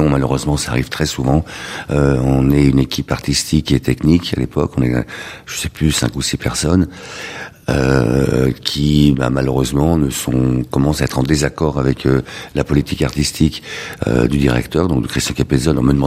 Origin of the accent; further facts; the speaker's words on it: Lyon, Auvergne-Rhône-Alpes, France; il y a un ressenti quand on est lyonnais, qu'on a vécu, enfin qu'on a grandi dans le vieux Lyon au milieu de vieilles personnes.